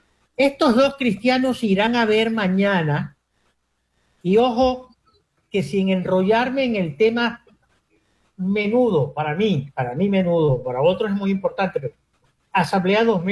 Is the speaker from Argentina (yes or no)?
no; Venezuela; somos, por supuesto, venezolanos